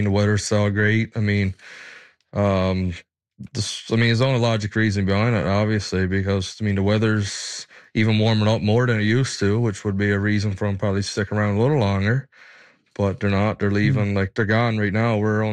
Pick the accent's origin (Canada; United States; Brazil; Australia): Canada; St. Paul's, Newfoundland and Labrador; I'm from St. Paul's on the Northern Peninsula.